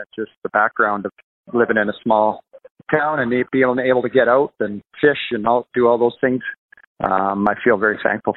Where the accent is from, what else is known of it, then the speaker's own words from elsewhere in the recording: Cranbrook, British Columbia, Canada; also born or lived in Edmonton / Cassiar; I was born in Edmonton, went back to Cassiar. We lived there probably until I was about 3 years old and then moved to Cranbrook at that point.